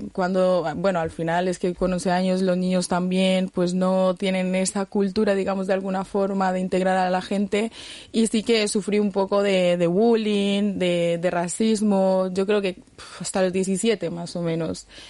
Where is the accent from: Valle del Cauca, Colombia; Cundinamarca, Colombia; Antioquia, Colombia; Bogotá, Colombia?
Antioquia, Colombia; Medellín; now in Zalla, Spain